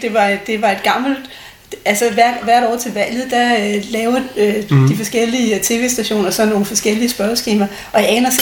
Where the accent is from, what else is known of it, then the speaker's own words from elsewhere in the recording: Nakskov, Zealand, Denmark; now in Rødovre, Denmark; Jeg er født i Nakskov, på Nakskov sygehus.